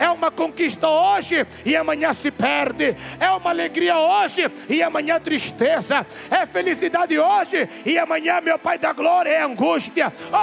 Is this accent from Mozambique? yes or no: yes; Mozambique; Voltei ao Brasil, daqui peguei o avião, voltei para a minha terra, Moçambique.